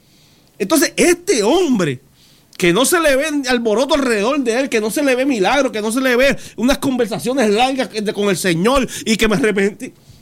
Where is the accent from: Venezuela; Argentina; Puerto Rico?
Puerto Rico; Es que nosotros no somos impacientes y puertorriqueños más aún.